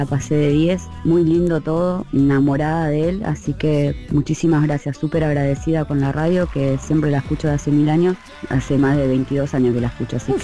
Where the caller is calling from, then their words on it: Florencio Varela, Buenos Aires Province, Argentina; de Varela.